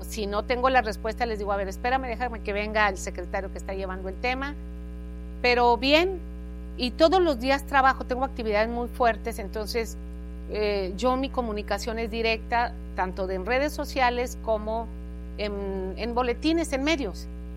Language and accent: Spanish; Zacatecas, Mexico; born there; now in Veracruz, Mexico; yo nací en Zacatecas, pero tengo 40 años en Veracruz. Me casé con un veracruzano, mis hijas son veracruzanas. Mi vida ha sido Veracruz.